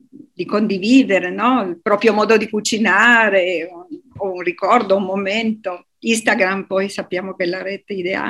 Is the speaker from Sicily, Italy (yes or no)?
no; Turin, Piedmont, Italy; Io sono di Torino e quindi diciamo vicina ad altro tipo di ricette, di tipi di primi piatti